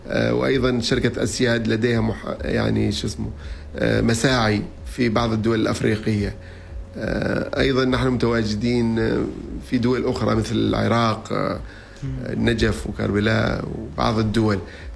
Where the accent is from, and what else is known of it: Oman